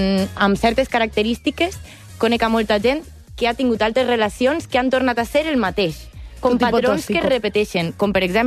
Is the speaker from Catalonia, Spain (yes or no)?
no; Valencia, Valencian Community, Spain; Jo que soc de València, la ruta del bacalao